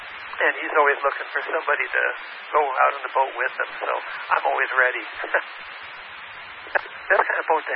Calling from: Los Angeles, California, United States

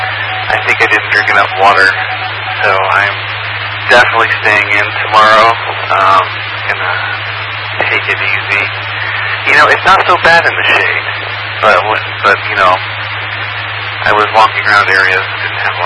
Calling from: Seattle, Washington, United States; as a Seattleite, a true Seattleite

